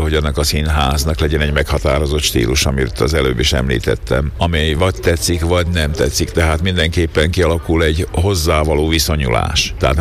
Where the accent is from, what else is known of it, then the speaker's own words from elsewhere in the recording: Šahy, Nitra Region, Slovakia; moved away; szülővárosom